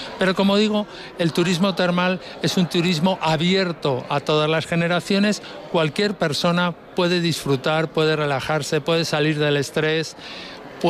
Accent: Madrid, Community of Madrid, Spain; soy de Madrid, vivo en Madrid.

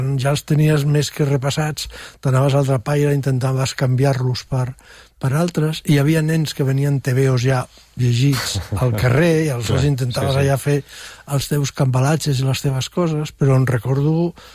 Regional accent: Catalonia, Spain; born there; jo començo a treballar als 14 anys, que és quan es començava a treballar aleshores, sí, en el meu barri, no a l'Eixample.

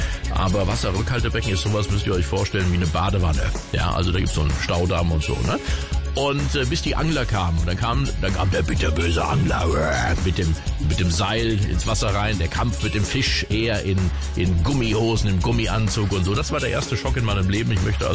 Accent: Rhineland-Palatinate, Germany; Solche Grammatikfallen gibt es natürlich auch im Westerwald gerade, wo ich herkomme.

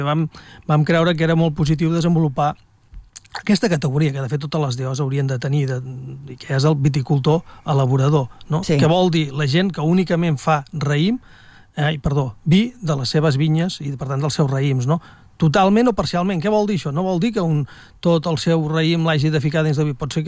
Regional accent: Catalonia, Spain; Som catalans, ja hem de començar com toca.

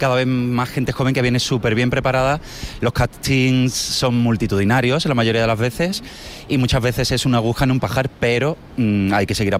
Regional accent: Córdoba, Andalusia, Spain; now in Madrid, Spain; Y cuando decidí venirme a Madrid, yo soy de Córdoba

